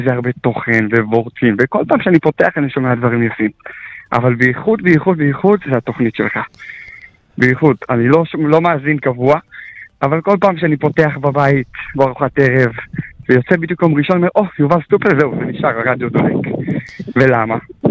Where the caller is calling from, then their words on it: Jerusalem, Jerusalem District, Israel; אני מירושלים.